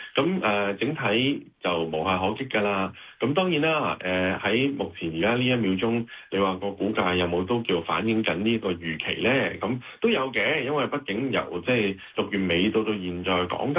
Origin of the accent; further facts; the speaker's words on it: Hong Kong; 作為香港人啊